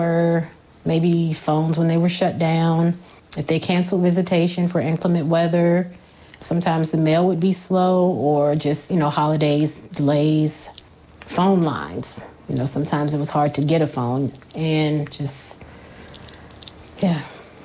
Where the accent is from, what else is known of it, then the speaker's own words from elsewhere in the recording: Roanoke, Virginia, United States; I grew up in Roanoke, Virginia.